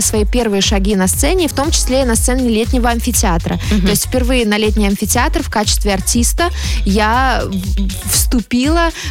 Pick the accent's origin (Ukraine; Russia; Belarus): Belarus; Vitebsk Region; родом я из Витебской области. Мне кажется, родные стены помогают.